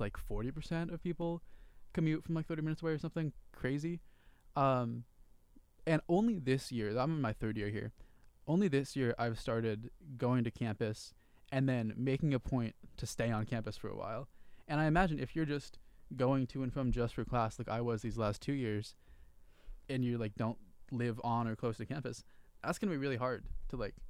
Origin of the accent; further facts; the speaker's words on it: Santa Barbara, California, United States; moved away; I'm from Santa Barbara.